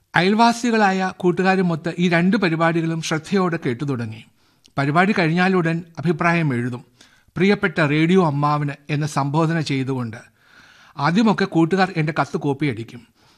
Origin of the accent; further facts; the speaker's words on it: Mannarkkad, Kerala, India; മണ്ണാർക്കാട്ടുകാരനാണെങ്കിലും എൻ്റെ മണ്ണാർക്കാടിനതിർത്തി ലഡാക്ക് എന്നറിയുന്നേൻ എന്ന് പാടിയ ഒളപ്പമണ്ണയെ ഞാൻ സ്മരിക്കും.